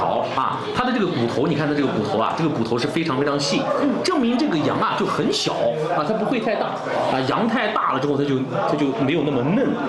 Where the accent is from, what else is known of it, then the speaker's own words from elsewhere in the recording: Xining, Qinghai, China; 我们青海人